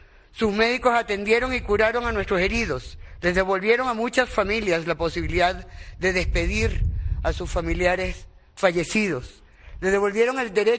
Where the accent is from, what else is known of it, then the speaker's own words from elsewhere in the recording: Venezuela; Como mujer y como venezolana